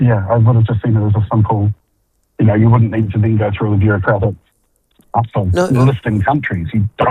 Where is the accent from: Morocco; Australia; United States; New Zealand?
New Zealand; born there; I was born in New Zealand.